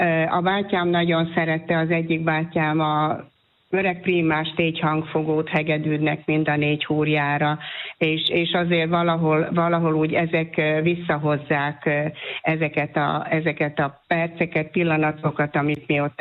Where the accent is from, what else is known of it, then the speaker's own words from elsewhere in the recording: Gömörszőlős, Borsod-Abaúj-Zemplén, Hungary; moved away as an adult; now in Felsőzsolca, Hungary; Én Gömörszöllősön születtem, az egy kis falu. Én 22 éves koromig éltem ott, akkor kerültem el ide Felső Zsolcára, amikor férjhez jöttem.